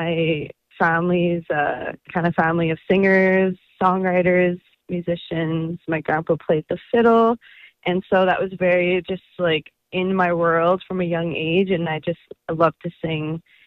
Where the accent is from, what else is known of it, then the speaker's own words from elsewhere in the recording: Red Deer, Alberta, Canada; now in Calgary, Canada; I'm from Alberta. I grew up in Red Deer and I now call Calgary home.